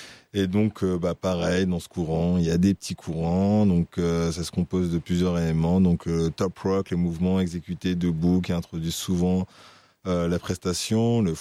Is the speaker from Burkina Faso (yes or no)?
no; France; nous sommes français peut-être.